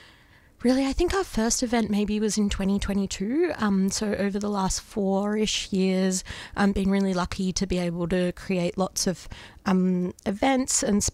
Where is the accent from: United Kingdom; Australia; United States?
Australia; born there; also born or lived in Mumbai, India